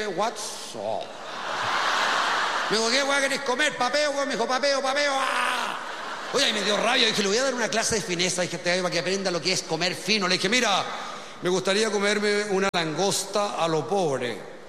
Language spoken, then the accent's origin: Spanish; Chile; Así somos los chilenos